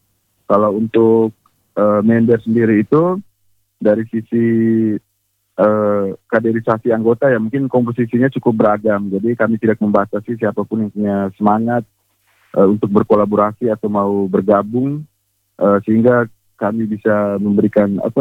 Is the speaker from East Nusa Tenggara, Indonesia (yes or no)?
yes; East Nusa Tenggara, Indonesia; di desa kami, karena jalur kami itu berada di lintasan pantai utara kan. Jadi fokus kami saat ini untuk penanaman mangrove itu masih di skala kecil, yaitu di desa Eramu sendiri.